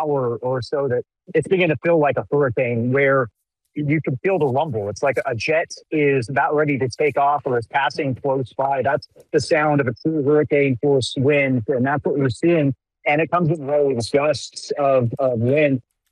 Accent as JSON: {"language": "English", "region": "Illinois", "country": "United States", "said": "I'm not familiar with hurricanes. I'm from Illinois."}